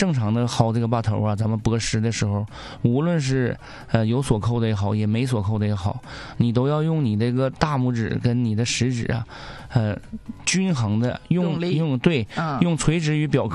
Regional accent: Northeast China, China; accent: Northeastern dialect; 咱们东北话讲

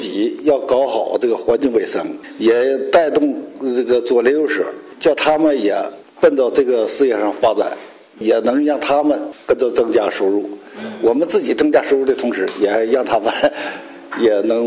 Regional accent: Baonan Village, China; 土生土长的，哎，这是土生土长的，这60多岁了。

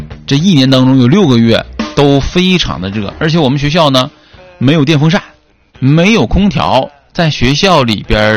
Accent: Northeast China, China; moved away; also born or lived in Chengdu; 咱们北方，咱东北地区比较干燥啊，比较干燥。尤其是我老家前线非常的干燥。

